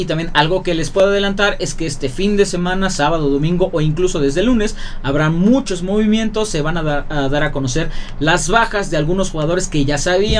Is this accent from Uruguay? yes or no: no; Mexico; como buenos mexicanos, el último día entregando la tarea.